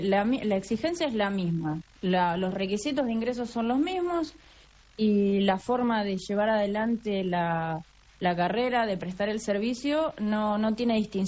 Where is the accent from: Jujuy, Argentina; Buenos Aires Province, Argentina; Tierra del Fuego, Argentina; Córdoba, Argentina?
Buenos Aires Province, Argentina; also born or lived in Río Gallegos, Santa Cruz; now in Entre Ríos, Argentina; Nací en Santa Cruz, en Río Gallegos, pero me crié en provincia de Buenos Aires, un pueblo muy pequeñito, cerca de Bahía Blanca.